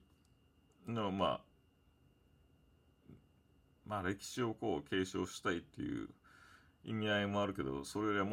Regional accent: Okinawa, Japan; born or raised there; moved away

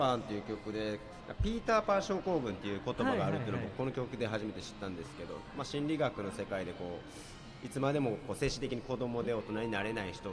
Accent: Kyoto, Japan; 京都、僕も出身でずっと京都で生まれ育ってきて

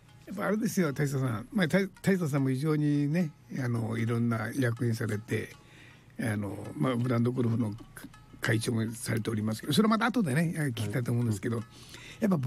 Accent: Tatsugo, Kagoshima, Japan; 僕なんかもう辰巳町独自生まれ独自育ちですから、

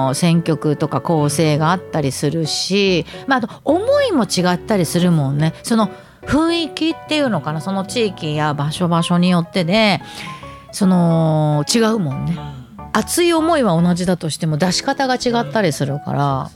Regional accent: San'in, Japan; その県外からですごくやっとる人はやっぱ山陰にすごい癒しを求めに来られるし、でずっと住んどる私たちっていうのはなんかこれが当たり前の世界だから

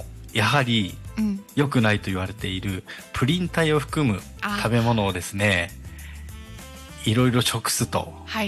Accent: Sendai, Miyagi, Japan; moved away; 地元の仙台に出張で1週間ほど行ってまして、

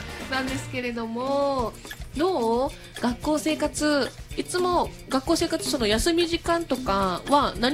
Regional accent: Kagoshima, Japan; もですね、なぜ中学校出身でございます。

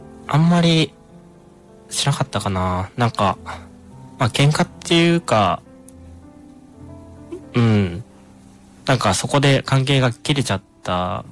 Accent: Osaka, Japan; now in Tokyo, Japan; 僕大阪出身で、で東京に来て、

